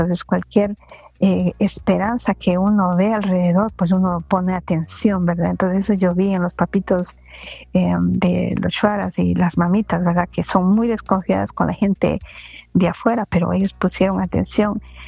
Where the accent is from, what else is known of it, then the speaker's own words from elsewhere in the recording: Cuenca, Azuay, Ecuador; Como ecuatoriana, me identifiqué, dije, wow, yo no sabía, ¿verdad? Yo vengo de Cuenca, de una ciudad